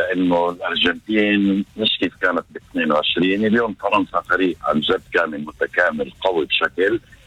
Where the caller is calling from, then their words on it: Majd al-Krum, Northern District, Israel; مجني كروم.